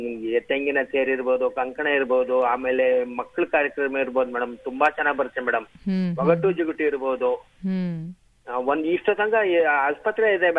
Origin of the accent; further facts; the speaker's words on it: Mallikarjunapura, Karnataka, India; now in Belur, India; ಮೂಲತಃ ನಾನು ಅಗರೆ ಪಕ್ಕ ಮಲ್ಲಿಕಾರ್ಜುನಪುರ, ನಮ್ದು. ನಾನು ಬೇಲೂರಲ್ಲಿ ಇದ್ದೀನಿ